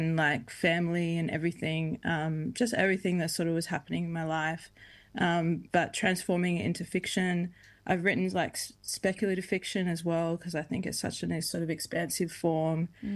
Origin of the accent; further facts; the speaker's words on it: Queensland, Australia; being a Queenslander, being a queer person, being a Black fella.